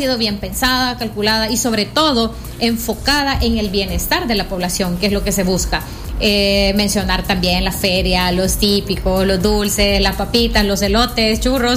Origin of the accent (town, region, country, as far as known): El Salvador